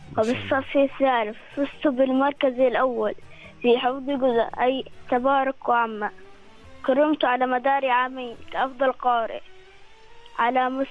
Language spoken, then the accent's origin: Arabic; Salalah, Dhofar, Oman; من صلالة.